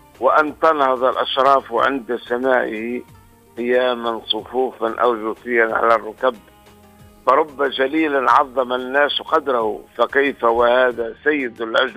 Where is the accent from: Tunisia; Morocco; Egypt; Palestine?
Tunisia; بلادنا تونس